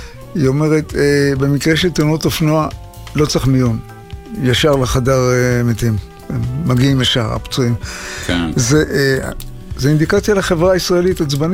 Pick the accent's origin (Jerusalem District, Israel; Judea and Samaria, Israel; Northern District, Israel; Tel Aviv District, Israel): Tel Aviv District, Israel; Ramat Gan; אני מאזור רמת גן למשל, גבעתיים